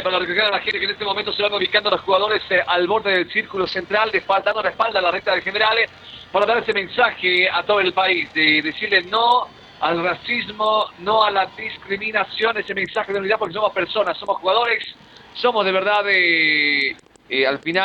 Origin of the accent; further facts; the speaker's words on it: Bolivia; born there; Qué orgullo ser boliviano, qué orgullo ser de la roja, amarillo y verde, qué orgullo haber nacido en esta tierra.